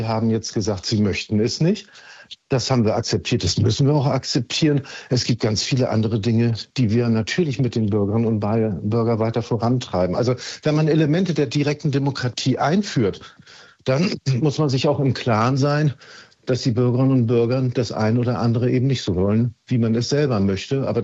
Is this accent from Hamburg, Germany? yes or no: yes; Hamburg, Germany; Ich als Hamburger